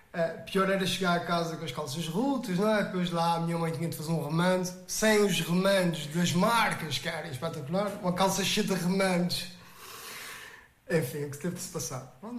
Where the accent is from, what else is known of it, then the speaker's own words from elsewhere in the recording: Azores, Portugal; accent: São Miguel; Mas sim, já nem na universidade consegui perder, consegui fazer com que eles aprendessem tudo aquilo que eram sotaques, expressões, algumas palavras muito próprias da Ilha de São Miguel.